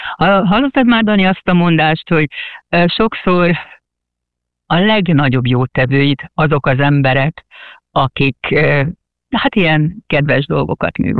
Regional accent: Hungary; now in England; Én úgy kerültem Angliába, nem úgy, mint a honfitársak többsége, hogy új munka, karrier lehetőség. Én szerelemből mentem Angliába.

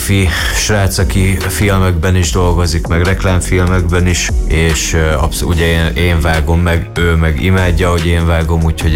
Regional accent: Transylvania, Romania; Otthon Erdélyben írtam meg mind a kettőt, és ugye most otthon Erdélyben is forgattuk le a klippeket rájuk.

